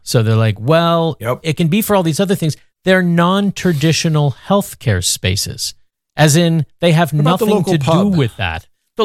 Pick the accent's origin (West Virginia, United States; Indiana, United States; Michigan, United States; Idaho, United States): Idaho, United States; Post Falls; I'm from Post Falls.